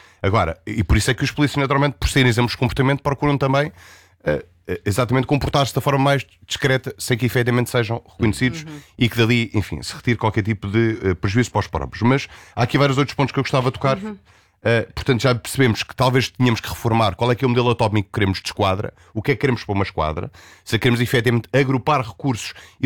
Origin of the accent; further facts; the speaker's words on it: Beira Baixa, Portugal; na minha terra, que eu sou da zona da Beira Baixa